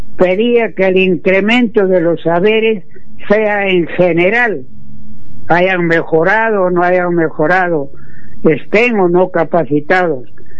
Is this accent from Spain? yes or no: no; Peru